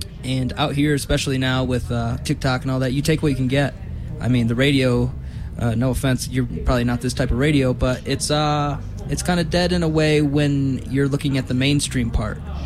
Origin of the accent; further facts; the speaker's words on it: Michigan, United States; But I was from Michigan, and I love soul and rock.